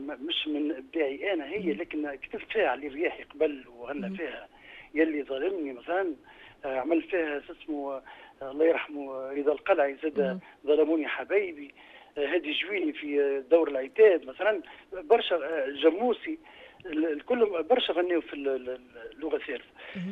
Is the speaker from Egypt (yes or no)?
no; Tunisia; accent: Tunisian; ولهجتنا التونسيه